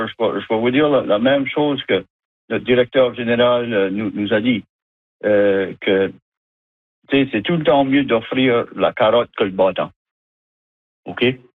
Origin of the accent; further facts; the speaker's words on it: New Brunswick, Canada; Moi, mon héritage, c'est acadien. Mm-hmm. Je suis fier acadien. Ma famille est ici depuis 1643.